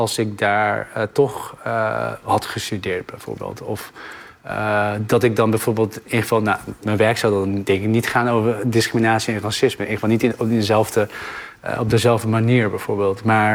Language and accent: Dutch; North Brabant, Netherlands; also born or lived in Middelburg; Ja, ik ben geboren in Middelburg, weet je wel, opgegroeid in Brabant.